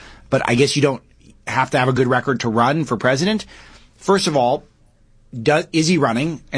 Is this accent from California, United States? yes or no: yes; California, United States; I find him unendlessly frustrating here as a Californian